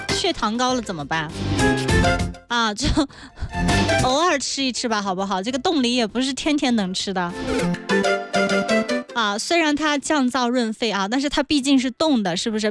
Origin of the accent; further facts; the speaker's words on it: Qinghai, China; 咱们青海人叫什么软梨是吧